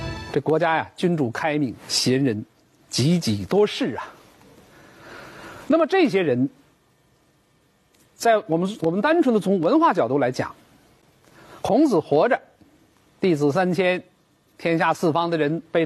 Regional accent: China

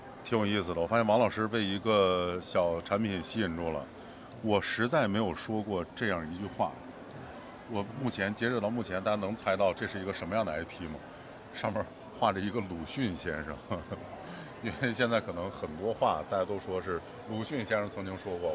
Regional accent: Hebei, China; 因为我家乡就是河北嘛。

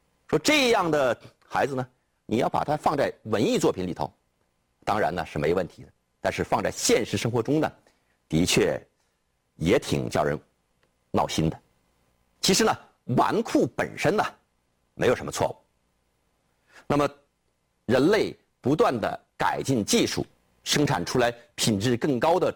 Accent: China; 我们中国人

